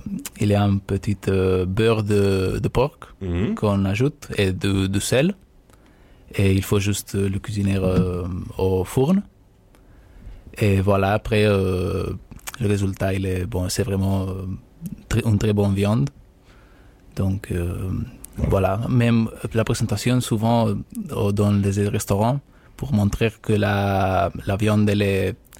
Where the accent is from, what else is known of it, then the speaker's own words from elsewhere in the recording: Segovia, Castile and León, Spain; Segoviano, de Segovia.